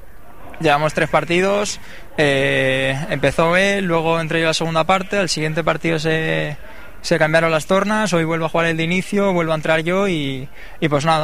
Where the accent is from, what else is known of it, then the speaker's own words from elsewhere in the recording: Reus, Catalonia, Spain; Yo de Reus, vivo en Reus